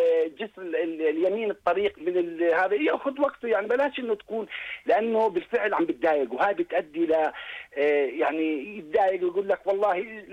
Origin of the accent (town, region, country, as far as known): Jordan